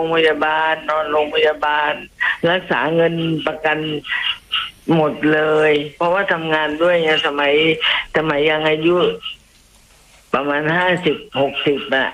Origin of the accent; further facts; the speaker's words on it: Nakhon Sawan, Thailand; ที่จังหวัดนครสวรรค์อำเภอเมืองตลาดปากน้ำโพค่ะ